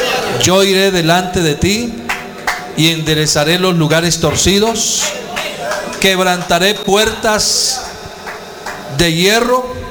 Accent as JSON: {"language": "Spanish", "country": "Colombia", "accent": "Colombian", "moved": "yes", "said": "cuando nos sentían el acento colombiano, ¿y ustedes de dónde son? Somos de Colombia."}